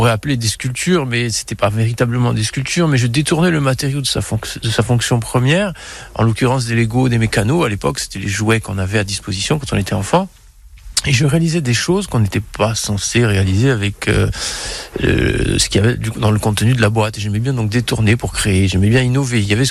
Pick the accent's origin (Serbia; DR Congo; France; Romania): France; Petreto-Bicchisano, Corsica; Effectivement, oui, ça a été mon village d'adoption puisque je suis originaire de Petrito Bicchisano.